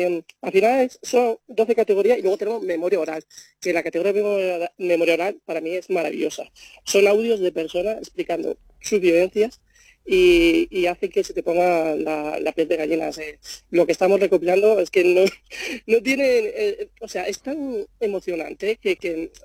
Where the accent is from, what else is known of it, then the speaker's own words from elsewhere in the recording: Albanchez, Andalusia, Spain; moved away; cuando uno es natural de un pueblo, y también un pueblo pequeño como Albanchés, un pueblo súper especial, muy bonito, y te vas fuera